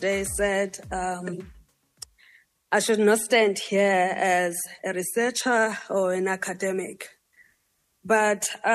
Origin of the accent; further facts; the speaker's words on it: Khayelitsha, Western Cape, South Africa; I grew up in Khayelitsha, raised by a single parent, seven of us at home